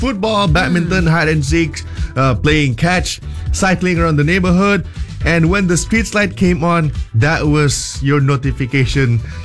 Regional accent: Sarawak, Malaysia; growing up in Sarawak, many neighborhoods were incredibly close-knit.

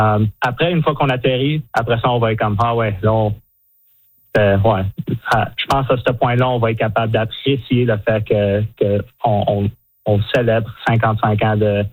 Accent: Saguenay, Quebec, Canada; also born or lived in Greenwood, Nova Scotia / Angus, Ontario; Je suis originaire de Saguenay, Québec. Mon père était militaire, par contre. J'ai passé 7 ans à Québec, un autre 7 ans en Greenwood, en Nouvelle-Écosse. Puis après ça, en Angus, en Ontario.

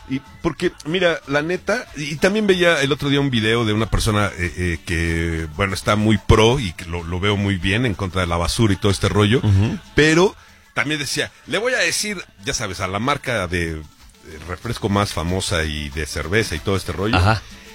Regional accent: Mexico; Porque Rijico, somos mexicanos, carnal, carnal.

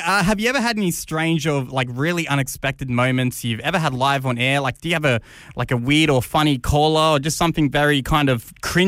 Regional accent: Sydney, New South Wales, Australia; I am from Sydney, yes.

